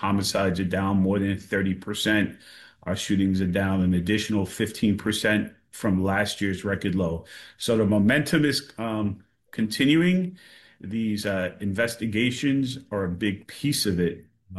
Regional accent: New York City, New York, United States; So I grew up in East New York mostly, and the neighborhood in East New York I grew up in, you know, in the 80s and 90s, was considered high crime.

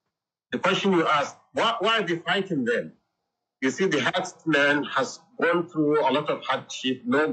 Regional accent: Nigeria

